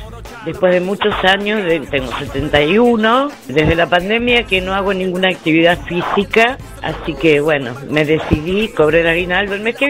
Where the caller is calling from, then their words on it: Merlo, Buenos Aires Province, Argentina; vivo en Merlo